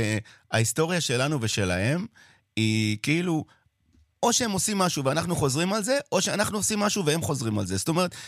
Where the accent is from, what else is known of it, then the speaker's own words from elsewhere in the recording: United Kingdom; כי אני מתנשא בריטי בבסיס שלי.